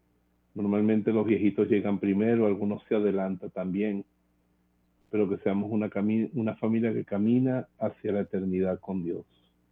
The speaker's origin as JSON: {"language": "Spanish", "town": "Aguirre", "region": "Carabobo", "country": "Venezuela", "moved": "yes", "said": "en Aguirre, allá en mi tierra"}